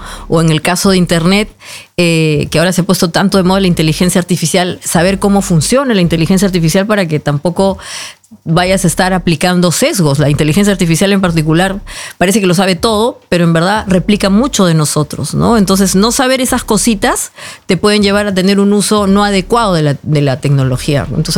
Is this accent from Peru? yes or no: yes; Peru; now in Norway; en mi país, en el Perú